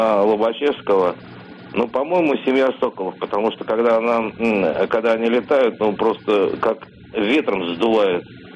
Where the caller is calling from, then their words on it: Moscow, Russia; я из Москвы.